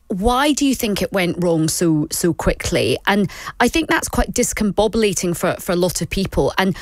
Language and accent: English; Coatbridge, Scotland, United Kingdom; I'm from Court Bridge.